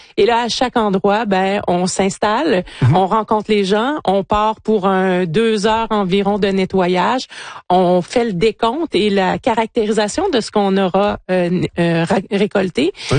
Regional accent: Rimouski, Quebec, Canada; nous à Rimouski, moi je viens de Rimouski

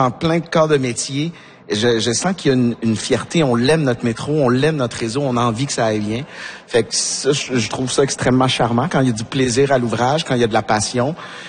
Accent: Quebec City, Quebec, Canada; Moi, je viens de Québec, dans une ville où on a de la difficulté à parler de mobilité.

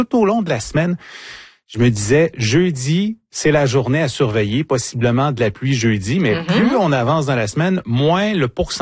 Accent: Shawinigan, Quebec, Canada; Je viens de Shawinigan souvent, pas dans le quartier où mes parents habitent, quand j'étais jeune, on entendait un train passer.

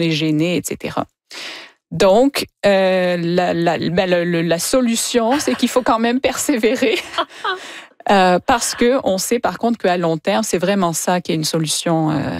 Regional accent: Quebec, Canada; Si je suis ici à Montréal, je vais dire que je suis peut-être du Sud-Ouest. Si je me promène en Ontario, ben, je vais affirmer que je suis québécoise.

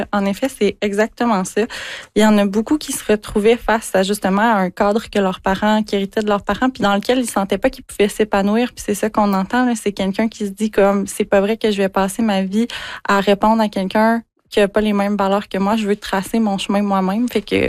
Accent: Quebec, Canada; dont on est dépouillé en tant que Québécois

